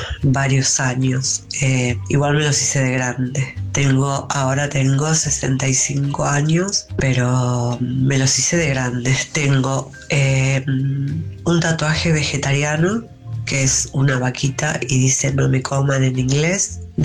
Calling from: Tandil, Buenos Aires Province, Argentina; de Tandil

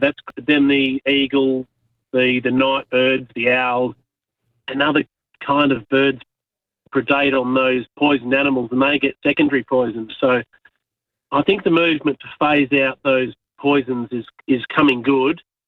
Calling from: Perth, Western Australia, Australia; Well, I'm calling from Perth, and I'm just on my on the creek here. Got the water running past me on the urban fringe in the Perth Hills.

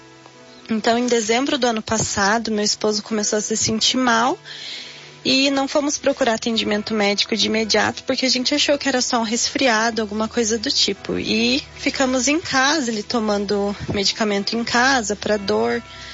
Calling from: Paraná, Brazil; eu sou aqui do Alto Boqueirão.

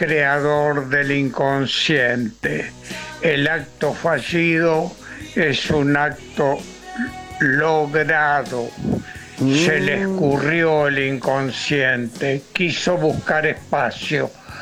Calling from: Francisco Álvarez, Buenos Aires Province, Argentina; de Francisco Álvarez.

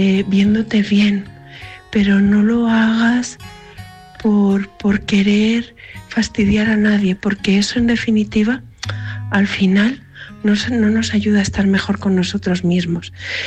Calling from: Valencia, Valencian Community, Spain; te hablo desde Valencia.

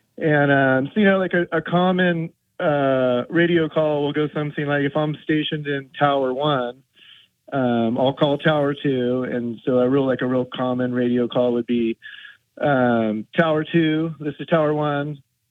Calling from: Florida, United States; I'm calling from East Coast of Central Florida.

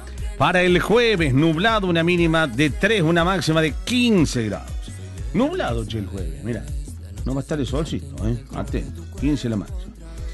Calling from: Anizacate, Córdoba, Argentina; junto con mis compañeros de producción, somos de Canteras, el Alto de Anizacate.

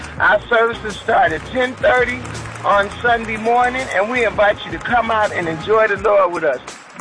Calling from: Hopkins, South Carolina, United States

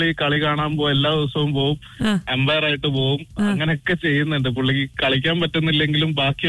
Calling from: Qatar

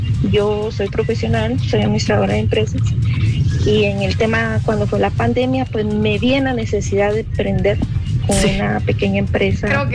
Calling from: Guatemala; en nuestra sociedad como guatemalteca, como chapina

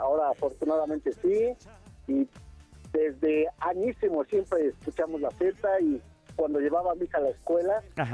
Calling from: Huehuetoca, State of Mexico, Mexico; yo soy de Huehuetoca, Estado de México, pero ahorita vengo aquí por Cuautitlán, ya rumbo al trabajo.

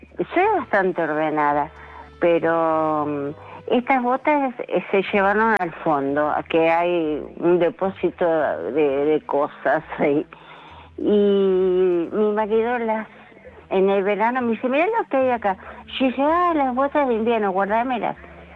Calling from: San Miguel, Buenos Aires Province, Argentina; de San Miguel.

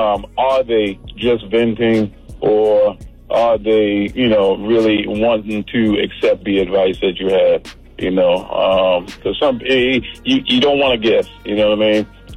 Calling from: Virginia Beach, Virginia, United States; Calling from Virginia Beach, Virginia.

